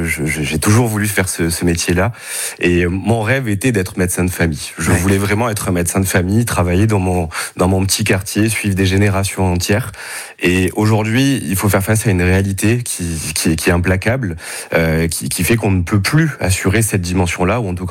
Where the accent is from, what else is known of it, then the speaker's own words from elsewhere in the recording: Martigues, Provence-Alpes-Côte d'Azur, France; born there; Je suis né à Martigues, je travaille sur Martigues